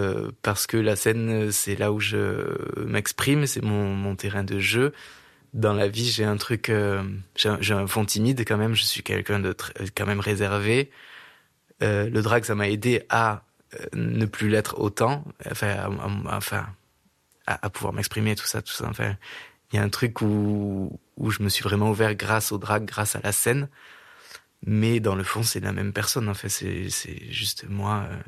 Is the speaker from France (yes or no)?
yes; Occitanie, France; J'ai pas mal bougé parce que j'ai grandi en Aveyron, mais au divorce de mes parents, ma mère a été mutée à gauche à droite avec son travail.